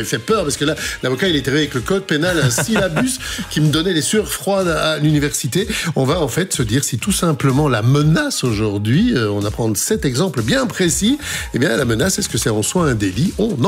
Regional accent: Brussels, Brussels-Capital Region, Belgium; Moi, je viens de Bruxelles, chez nous, on dit « stouf » quand on veut exagérer un petit peu.

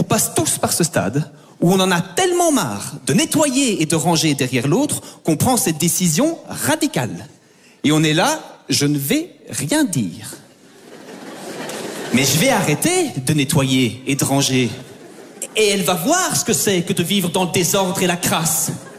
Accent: Belgium; je suis belge, comme vous pouvez l'entendre à mon intonation

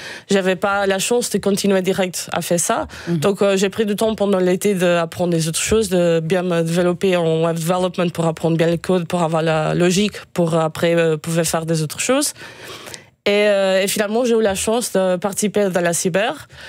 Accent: Portugal; French is a second language; moved away as an adult; Je suis portugaise, j'ai déménagé de Portugal ici en 2022.

